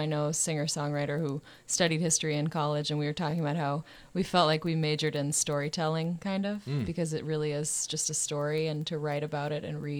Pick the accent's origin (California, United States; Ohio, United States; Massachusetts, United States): Massachusetts, United States; Boston; wasn't until I moved back to my hometown of Boston last summer